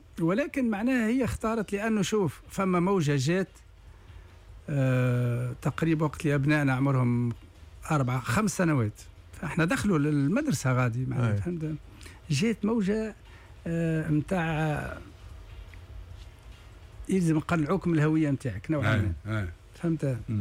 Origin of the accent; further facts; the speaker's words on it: Ben Gardane, Medenine, Tunisia; moved away as an adult; now in France; احنا عشنا هنا لكن أنا أصيل بنقردين